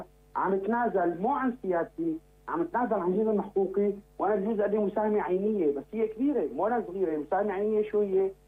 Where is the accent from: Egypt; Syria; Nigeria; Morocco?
Syria; هلأ أنا كمواطن سوري بقدر أقول سيادة وطنية مثل النفط